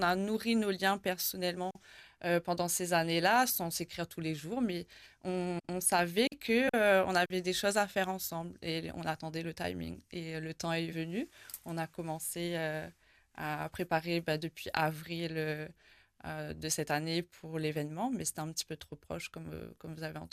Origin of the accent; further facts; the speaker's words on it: Réunion; also born or lived in Mauritius; Moi, j'ai grandi à La Réunion, j'ai grandi aussi avec Maurice.